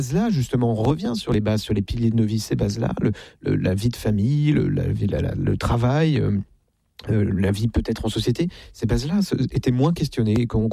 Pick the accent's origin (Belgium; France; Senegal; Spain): France; Versailles, Île-de-France; born there